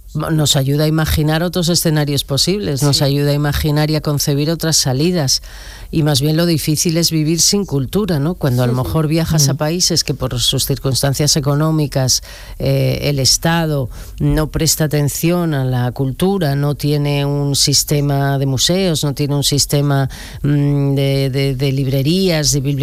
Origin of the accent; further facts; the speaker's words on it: Bilbao, Basque Country, Spain; Yo soy de Bilbao